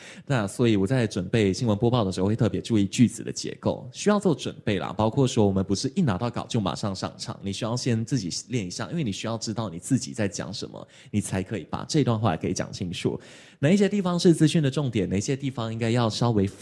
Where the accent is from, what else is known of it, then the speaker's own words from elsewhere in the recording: Malaysia; accent: Malaysian; 但在马来西亚可能就不会。所以我刚开始当新闻主播的时候，为了避免把我自己的一些乡音给带上节目